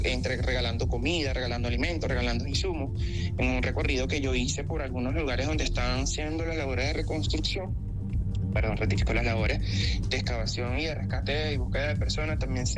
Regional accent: Venezuela; esa hermandad que nos caracteriza como venezolanos

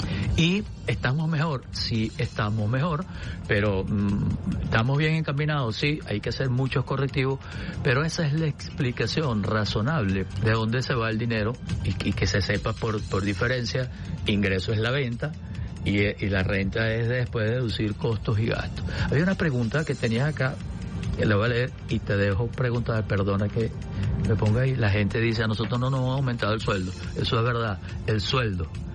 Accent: Venezuela

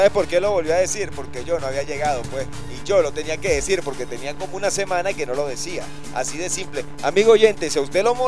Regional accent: Valencia, Carabobo, Venezuela; Yo soy valenciano, pero somos valencianos prestados acá en el municipio Libertador, un municipio hermoso, ¿vale?

